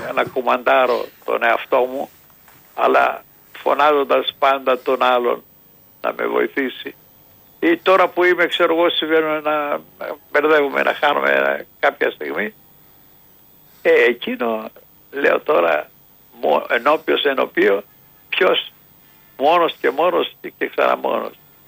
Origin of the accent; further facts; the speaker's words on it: Athens, Attica, Greece; moved away as an adult; now in Kavala, Greece; το σπίτι μου, η οικογένειά μου, η δική μου είναι στην Αθήνα. Είμαι Αθηναίος. Εκεί νιώθω την Αθήνα, την νιώθω σπίτι μου